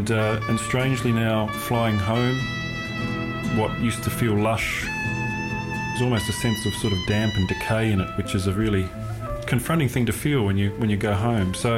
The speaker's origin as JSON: {"language": "English", "town": "Launceston", "region": "Tasmania", "country": "Australia", "tie": "born or raised there", "also_born_or_lived": "Yuendumu", "moved": "as an adult", "lives_now": "Alice Springs, Australia", "said": "I was born in Launceston in Tasmania, and that was the only place I've lived until I moved to Alice Springs, or to Yuendumu more specifically, and then Alice Springs. So Tasmania to Alice Springs via Yuendumu."}